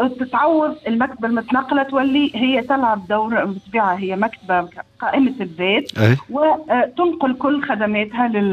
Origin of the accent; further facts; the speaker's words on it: Tunisia; بلادنا تونس